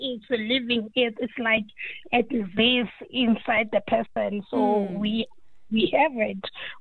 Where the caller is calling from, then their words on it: Klerksdorp, North West, South Africa; Yes, I'm calling from Matlasana, a person with disability.